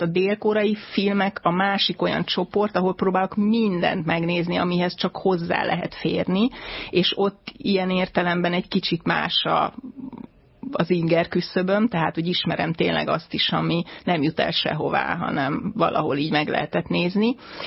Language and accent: Hungarian; Hungary; born there; akik itt nőttünk fel, meg ebben a kultúrában szocializálódtunk